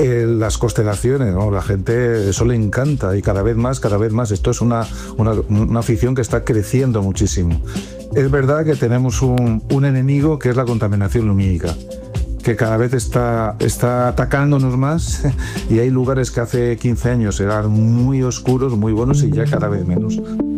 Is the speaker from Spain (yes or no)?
yes; Guadalajara province, Castilla-La Mancha, Spain